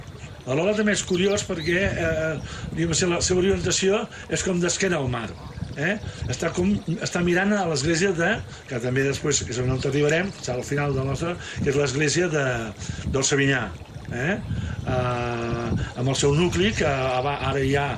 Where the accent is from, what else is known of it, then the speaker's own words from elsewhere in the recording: Catalonia, Spain; sí que ens localitza d'on som, del Maresme, amb el mar sempre present. Nosaltres som la muntanya del mar de la Maresme.